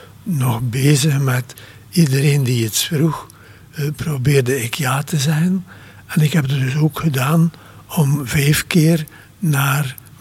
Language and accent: Dutch; Sint-Andries, Flanders, Belgium; En ik ken ook goed Varsenaren, want ik ben afkomstig van Sint-Andriesbrugge. En dat is heel dicht bij waar die 2 paters wonen.